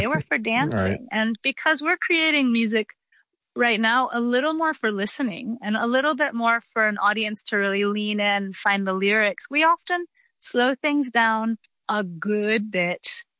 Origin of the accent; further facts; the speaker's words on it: Atlanta, Georgia, United States; We were born, … and I were born and raised in Atlanta, Georgia. We were children of the urban inner city public school system